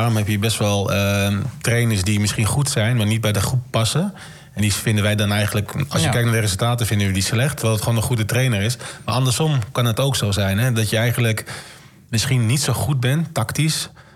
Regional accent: Almere, Flevoland, Netherlands; Ik hou van Almere natuurlijk, ik kom van Almere.

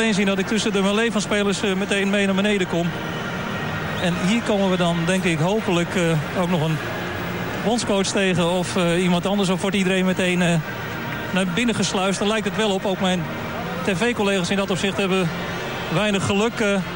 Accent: Netherlands; Wij zijn altijd kritisch als Nederlanders

